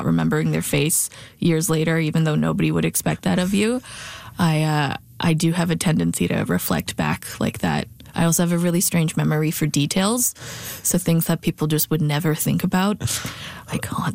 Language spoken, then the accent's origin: English; Saskatoon, Saskatchewan, Canada; I think, you know, growing up in Saskatoon in the early 90s